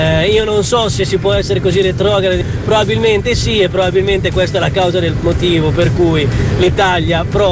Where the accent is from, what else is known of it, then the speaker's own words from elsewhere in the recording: San Marino; sono di San Marino e sono in vacanza in Sicilia.